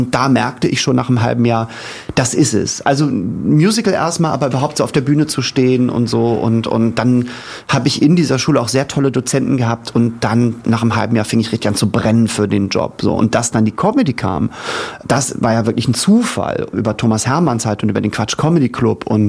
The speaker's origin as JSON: {"language": "German", "region": "Hamburg", "country": "Germany", "said": "Ich komme aus Hamburg"}